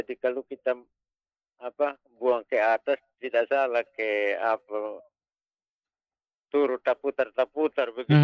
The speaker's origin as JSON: {"language": "Indonesian", "region": "East Nusa Tenggara", "country": "Indonesia", "tie": "born or raised there", "moved": "yes", "lives_now": "Noelbaki, Indonesia", "said": "Bermain dari kecil di Sabu sana"}